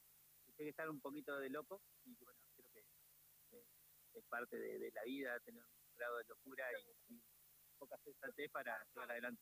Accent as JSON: {"language": "Spanish", "town": "Viale", "region": "Entre Ríos", "country": "Argentina", "tie": "born there", "said": "yo estoy acá a 50 kilómetros, tengo donde nací en Viale"}